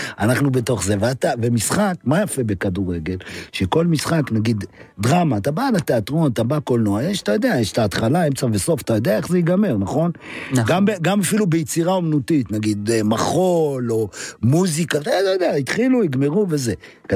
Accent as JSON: {"language": "Hebrew", "town": "Jerusalem", "region": "Jerusalem District", "country": "Israel", "tie": "born or raised there", "said": "גדלתי בירושלים."}